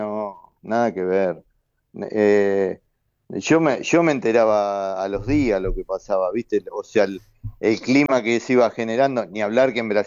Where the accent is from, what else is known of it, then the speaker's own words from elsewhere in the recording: Ensenada, Buenos Aires Province, Argentina; born there; Yo soy nacido en Ensenada